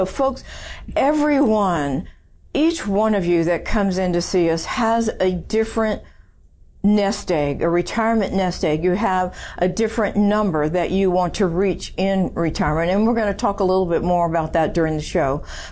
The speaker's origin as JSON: {"language": "English", "town": "San Antonio", "region": "Texas", "country": "United States", "tie": "born or raised there", "said": "I was born in San Antonio. I'm a fifth generation Texan. We're deep rooted. My dad's family moved to San Antonio in the early 1800s."}